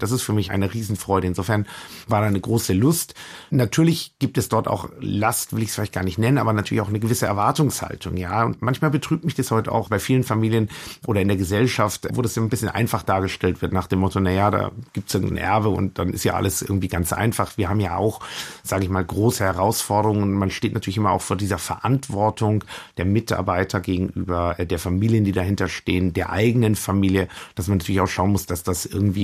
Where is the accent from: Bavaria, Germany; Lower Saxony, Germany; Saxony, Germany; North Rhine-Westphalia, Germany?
Bavaria, Germany; Coburg; Also ich meine, ich bin aufgewachsen in Coburg, ich kannte Coburg